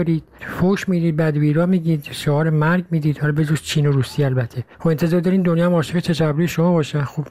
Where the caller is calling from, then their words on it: Iran; به هر حال من جز ملت شهید پرور نیستم، من ایرانیم.